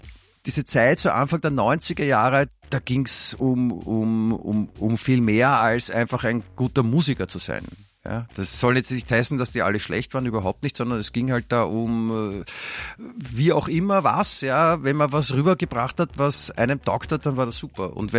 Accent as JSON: {"language": "German", "town": "Stuttgart", "region": "Baden-Württemberg", "country": "Germany", "tie": "born there", "said": "und ich bin ja in Stuttgart geboren"}